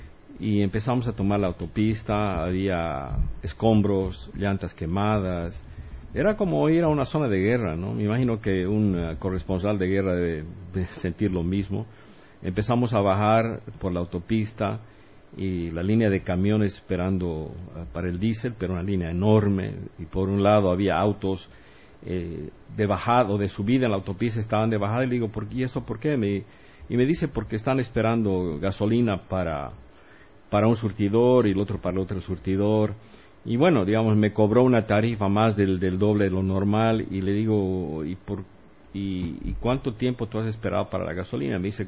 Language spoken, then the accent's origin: Spanish; La Paz, Bolivia; yo soy paseño y vengo de La Paz.